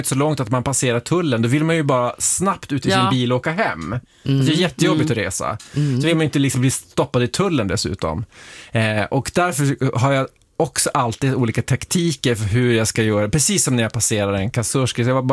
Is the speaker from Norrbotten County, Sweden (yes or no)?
yes; Luleå, Norrbotten County, Sweden; Ja, men jag kommer från Luleå, säger jag.